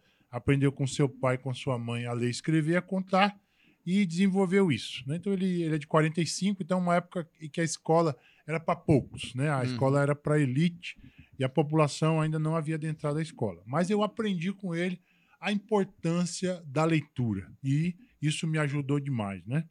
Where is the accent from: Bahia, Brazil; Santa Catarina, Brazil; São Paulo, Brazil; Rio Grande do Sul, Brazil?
São Paulo, Brazil; Mogi das Cruzes; moved away as an adult; now in Ceará, Brazil; eu sou de Mogi das Cruzes, natural. Mogi das Cruzes, São Paulo, nasci em 1979, 27 de fevereiro.